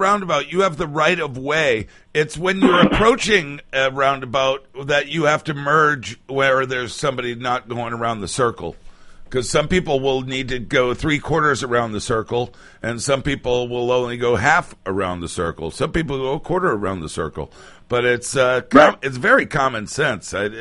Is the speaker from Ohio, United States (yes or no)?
no; Boston, Massachusetts, United States; moved away; I grew up in the Boston area